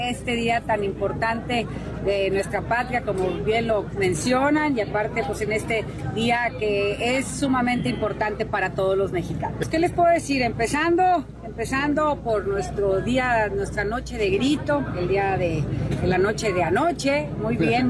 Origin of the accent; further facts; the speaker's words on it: Mexico; como ciudadanos y como mexicanos, es cada cumplir cada quien con lo que nos corresponde.